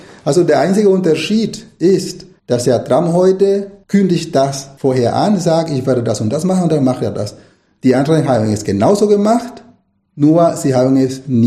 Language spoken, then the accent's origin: German; Nicaragua; moved away as an adult; now in Germany; Ich bin im Kapitalismus aufgewachsen, in Nicaragua. Ich bin unter einer Diktatur aufgewachsen, die von den USA wieder 1934 etabliert wurde.